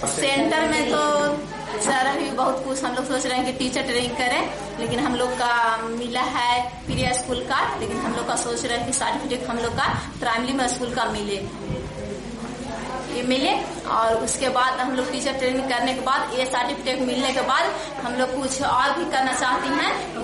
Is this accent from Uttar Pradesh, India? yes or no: no; Deo, Bihar, India; मैं देव की रहने वाली हूँ